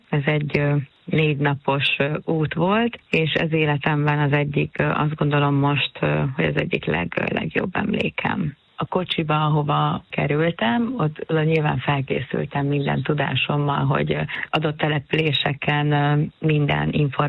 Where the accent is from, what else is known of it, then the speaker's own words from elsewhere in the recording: Corund, Harghita, Romania; also born or lived in Odorheiu Secuiesc; now in Hungary; Korondon nevelkedtem, de Székelyudvarhelyen születtem, és édesanyámmal költöztünk Magyarországra.